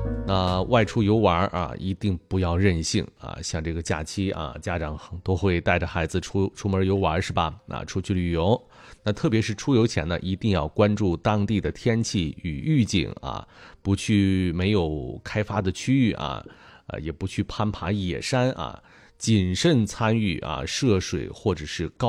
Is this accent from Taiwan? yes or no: no; Northeast China, China; moved away; 你像我的老家就是啊北方东北哈，